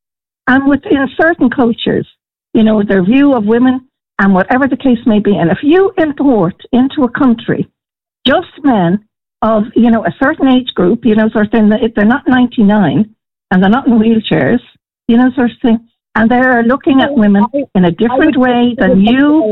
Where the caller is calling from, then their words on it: Ireland; we as Irish citizens